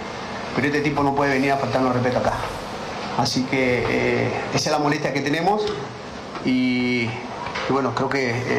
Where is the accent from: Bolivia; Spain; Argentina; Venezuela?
Bolivia; Yo soy boliviano